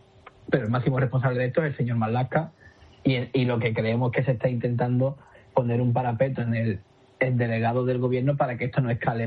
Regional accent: Ceuta, Spain; a todas las personas que somos de aquí de Ceuta

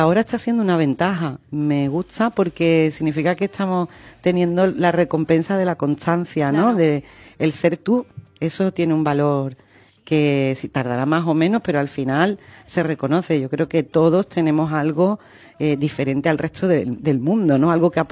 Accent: Utrera, Andalusia, Spain; yo vengo de Utrera

